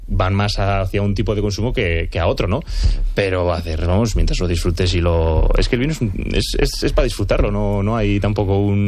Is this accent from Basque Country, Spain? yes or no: yes; Labastida, Basque Country, Spain; mi pueblo es una zona que vive el 90% de los ingresos son del vino. Entonces hay como más cultura, más relación con el vino, y sí que yo igual hablo desde una burbujita, ¿no? De Rioja Alavesa o La Bastida